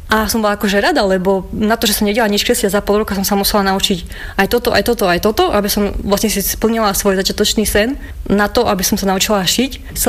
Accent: Vranov nad Topľou, Prešov Region, Slovakia; u nás vo Vranove

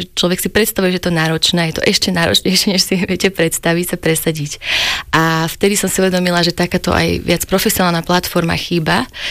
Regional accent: Nitra, Nitra Region, Slovakia; born there; keď Nitra kandidovala, moje rodné mesto, nakoniec teda vyhral Trenčín, ale my sme boli tiež dosť blízko.

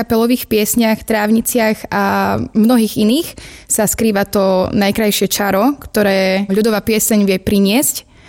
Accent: Margecany, Košice Region, Slovakia; ja som z Margecian zo Spiša

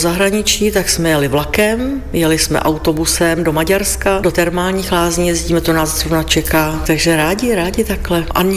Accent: Slovakia; now in Czech Republic; Česká republika je krásná, i Slovensko je krásné, já i pocházím ze Slovenska, mám tam rodinu. Lučenec, Filakovo, mám to ráda.

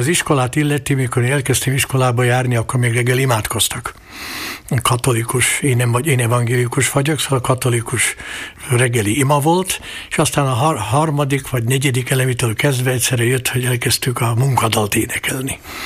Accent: Kežmarok, Prešov Region, Slovakia; also born or lived in Levoča; Igen, mindnyájan Lőcsén születtünk, három testvérem is, mert amikor én születtem, akkor még ómama élt, az ópapa már nem sajnos, úgyhogy édesanyám logikusan Lőcsére ment, akkor mi különben Kézsmárkon laktunk akkor

